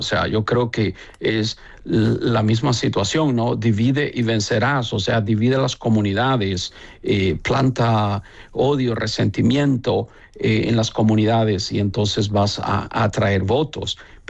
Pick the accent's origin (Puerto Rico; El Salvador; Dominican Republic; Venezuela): El Salvador; now in United States; Cuando salí de El Salvador, traía una mochila quizás pues con una muda, pero esa mochila venía llena de sueños, llena de esperanza, llena de proyectos.